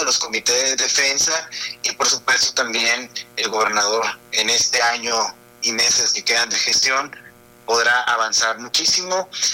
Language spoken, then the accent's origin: Spanish; Hermosillo, Sonora, Mexico; also born or lived in Mexico City; Soy de Hermosillo, tengo una trayectoria, viví 11 años en la Ciudad de México, regresé a Sonora por invitación del gobernador.